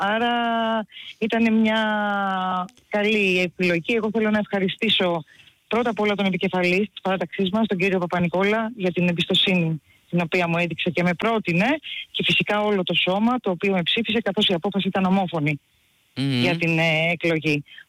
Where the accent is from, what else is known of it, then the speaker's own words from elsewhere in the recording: Kos, South Aegean, Greece; γράφει ΚΟΣ και μετά το όνομά μου. Οπότε νιώθω παραπάνω υπερήφανη για το νησί μου.